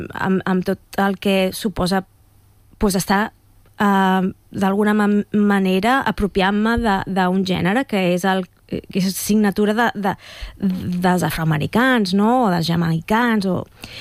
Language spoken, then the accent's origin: Catalan; Manresa, Catalonia, Spain; Bueno, de petita ja estava estudiant al Conservatori de Manresa. Jo sóc de Manresa.